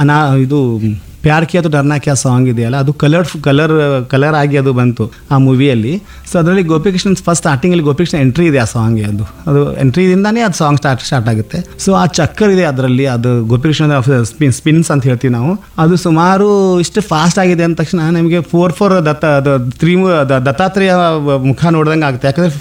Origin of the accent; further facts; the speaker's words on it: Raibag, Karnataka, India; moved away; ನಮ್ಮ ಹಳ್ಳಿ ಅಲ್ವಾ, ಅದು ರಾಯಬಾಗ ಅಂದರೆ ನಾನು ದೊಡ್ಡ ಊರಲ್ಲ, ತಾಲೂಕು ಪ್ಲೇಸ್ ಇದ್ರು ಇಟ್ಸ್ ಲೈಕ್ ಗ್ರಾಮ್ ಸ್ಟಿಲ್ ಅದು.